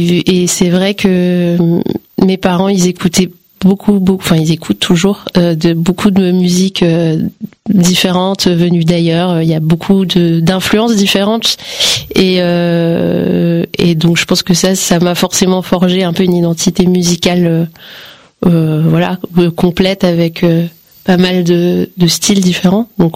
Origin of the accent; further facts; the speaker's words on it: Paris, Île-de-France, France; Je suis née en 91 à Paris et j'ai grandi. Je suis née dans le 14e, j'ai grandi principalement dans le 12e. Voilà, mais je suis une Parisienne sympa.